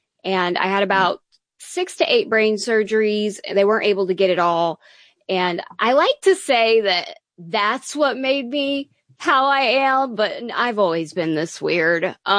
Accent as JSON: {"language": "English", "region": "Oklahoma", "country": "United States", "tie": "born or raised there", "said": "I grew up in Oklahoma, where all the cows are and the football. Small town, very small town, Oklahoma."}